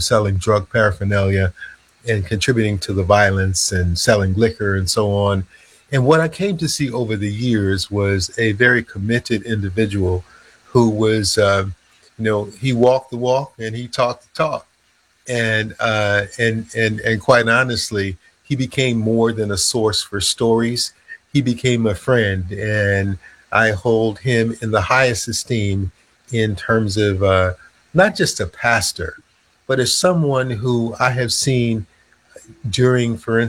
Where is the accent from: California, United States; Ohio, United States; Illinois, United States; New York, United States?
Illinois, United States; Chicago; I'm an old GPK, a grandparents, pastor's kid. I grew up in the Sanctified Church on the grand old best side, west side of Chicago.